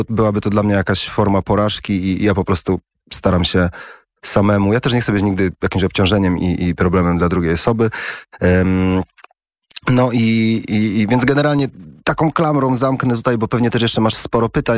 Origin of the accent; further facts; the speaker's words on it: Poznań, Greater Poland Voivodeship, Poland; do mnie ludzie z Poznania, bo ja pochodzę z Poznania, ludzie, z którymi nie mam kontaktu od wielu lat, słyszą mnie w stacji radiowej